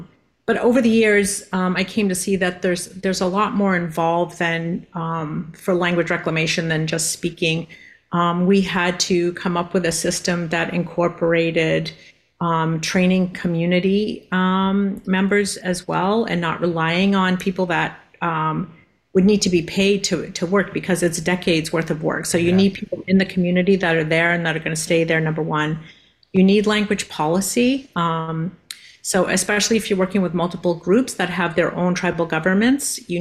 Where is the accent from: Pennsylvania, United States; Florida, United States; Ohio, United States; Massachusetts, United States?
Massachusetts, United States; Mashpee; I'm from the Mashpee Wampanoag tribe